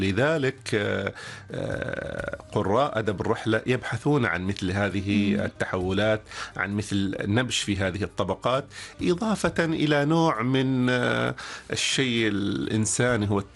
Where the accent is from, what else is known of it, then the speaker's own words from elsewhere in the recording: Saham, Al Batinah North, Oman; born there; قرية شيدة، أنا مسكون بقريتي التي ولدت فيها، رغم أني لم أعش فيها فترة طويلة ولكن سنوات الطفولة الأولى